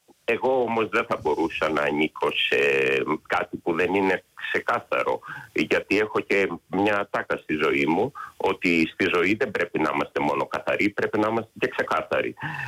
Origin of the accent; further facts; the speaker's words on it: Lamia, Central Greece, Greece; από μικρό παιδί, από την πατρίδα μου, από τη Λαμία.